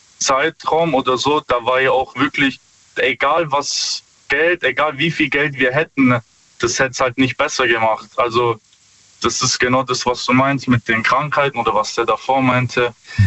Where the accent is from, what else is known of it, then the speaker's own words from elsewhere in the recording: Stuttgart, Baden-Württemberg, Germany; Ja, hi. Stuttgart.